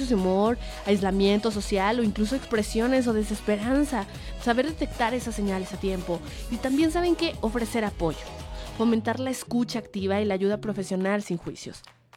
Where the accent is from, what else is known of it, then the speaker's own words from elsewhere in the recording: Mexico; Es un mes donde ya todos nos pusimos mexas, donde todos somos más mexicanos, somos muy patrióticos por la independencia de México este próximo 16 de septiembre.